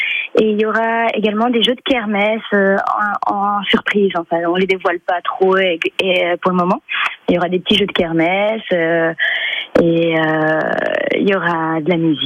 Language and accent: French; Belgium; moved away as an adult; now in Isère area (Charavine region), France; je suis pas du tout de la région, en fait je suis belge, j'ai fait mes études en Belgique